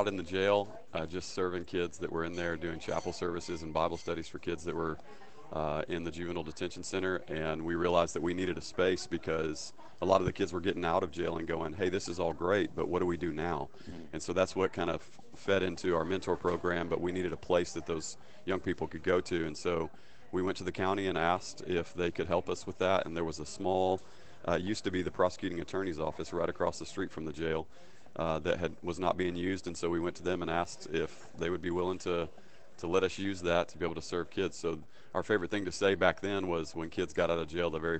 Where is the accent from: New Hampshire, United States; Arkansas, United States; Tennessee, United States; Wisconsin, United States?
Arkansas, United States; Conway; I grew up right here in Conway, and I grew up in a really broken and hard home